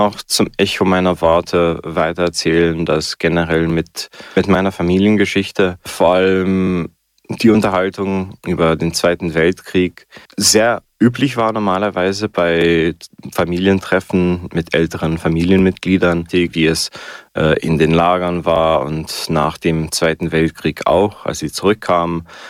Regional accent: Slovenia; now in Klagenfurt, Austria; Ich bin aus Slowenien. Meine Familie ist direkt an der Grenze zu Kroatien

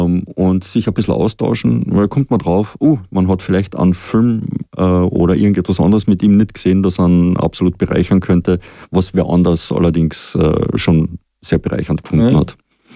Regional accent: Frankfurt, Hesse, Germany; Aber eben Rocky Horror Show, Picture Show, natürlich als Frankfurter

